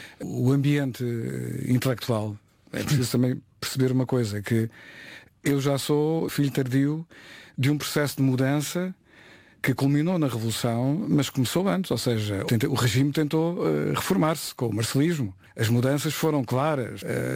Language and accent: Portuguese; Setúbal, Portugal; Corresponde de Setúbal, a minha cidade natal.